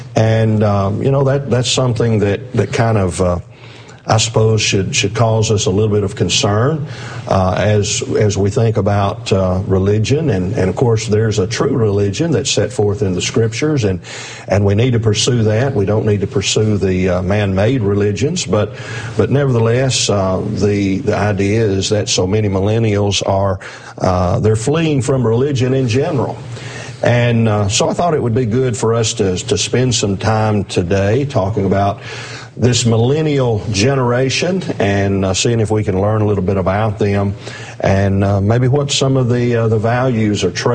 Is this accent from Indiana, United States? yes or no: no; Alabama, United States; So we have Tennessee and Mississippi, and I'm from Alabama, so we've got a lot of the South represented today.